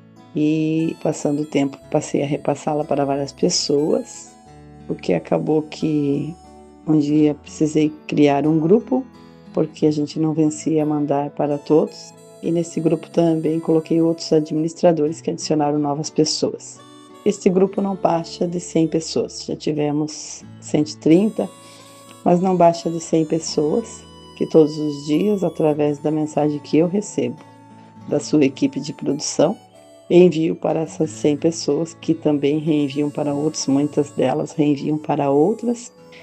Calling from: Campos Novos, Santa Catarina, Brazil; eu sou de Campos Novos, Santa Catarina.

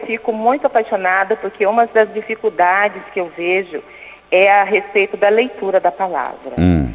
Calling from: São José dos Campos, São Paulo, Brazil; Estou falando de São José dos Campos.

